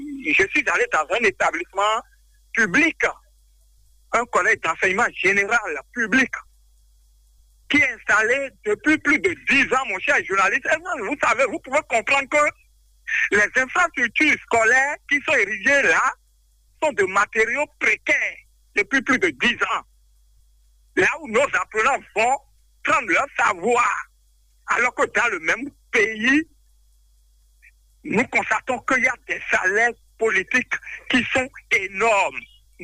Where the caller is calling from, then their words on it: Benin; j'appelle de Thionville commune de Serenkoudji.